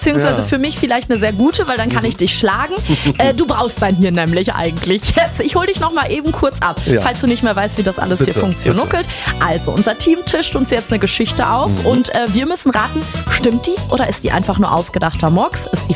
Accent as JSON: {"language": "German", "town": "Gescher", "region": "North Rhine-Westphalia", "country": "Germany", "tie": "born there", "said": "Ich komme aus der Glockenstadt Gescher. Ich bin ursprünglich in Gescher geboren. Okay, und Gescher ist eine Glockenstadt."}